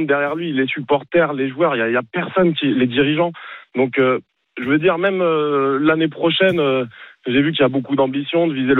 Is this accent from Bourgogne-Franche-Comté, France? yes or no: no; Paris, Île-de-France, France; Je vous appelle entre Paris et Nantes, parce que je viens à Nantes, je suis parisien.